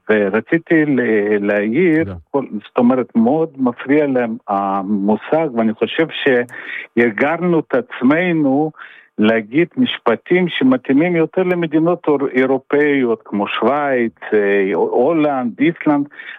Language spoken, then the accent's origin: Hebrew; Lithuania; Hebrew is a second language; אני ליטאי. אני יהודי, קודם כל אני יהודי.